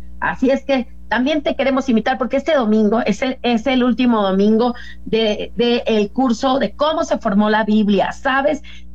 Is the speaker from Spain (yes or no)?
no; Mexico City, Mexico; como decimos acá en la Ciudad de México